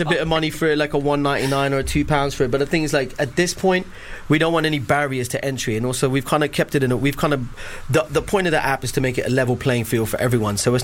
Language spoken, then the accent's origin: English; Dubai, United Arab Emirates; I grew up in Dubai, and I was kind of growing up in a place